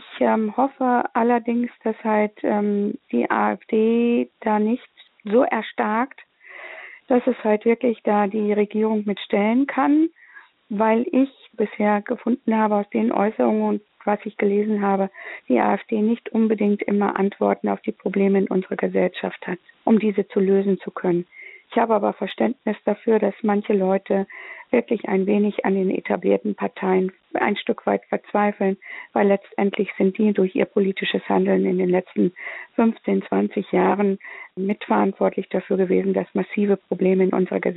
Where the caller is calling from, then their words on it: Northern Germany, Germany; Guten Morgen, ich rufe aus Norddeutschland